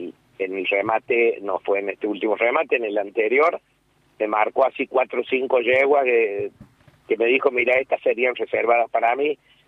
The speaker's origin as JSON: {"language": "Spanish", "town": "Calchín", "region": "Córdoba", "country": "Argentina", "lives_now": "Córdoba, Argentina", "said": "somos un pueblito muy chiquito, Calchín."}